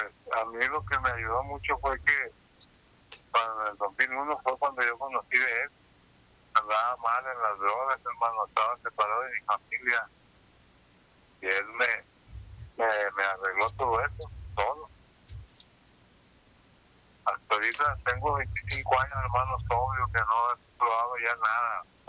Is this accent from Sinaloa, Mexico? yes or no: yes; Sinaloa, Mexico; now in Tijuana, Mexico; Soy de Sinaloa